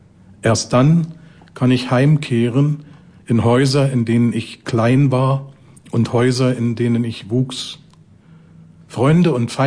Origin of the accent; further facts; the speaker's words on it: Frankfurt, Brandenburg, Germany; Also ein paar Gedichte zu Frankfurt-Oder, meiner Heimatstadt.